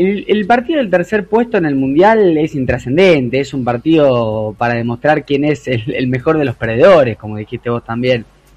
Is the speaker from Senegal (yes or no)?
no; Argentina; nosotros, como argentinos